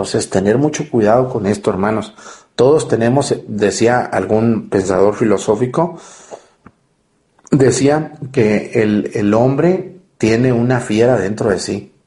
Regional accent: Mexticacán, Jalisco, Mexico; moved away; con lo que yo crecí siendo niño, y cada año voy a mi pueblo en esas fechas.

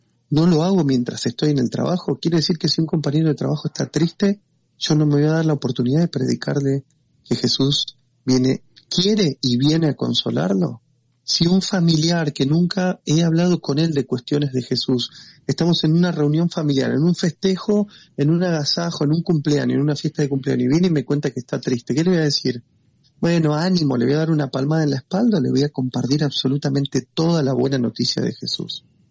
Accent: Argentina; Por lo menos aquí en mi país, en Argentina, si yo no voy puertas afuera, la gente ya no está viniendo a las parroquias.

